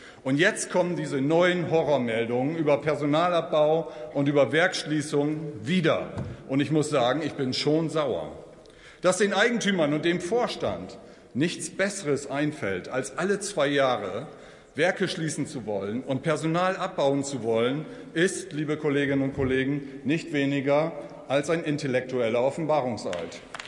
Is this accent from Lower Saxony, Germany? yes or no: yes; Emden, Lower Saxony, Germany; ich komme aus Ostfriesland, ich gebe es mal zu, ich komme aus Emden, aus dem äußersten Nordwesten der Bundesrepublik.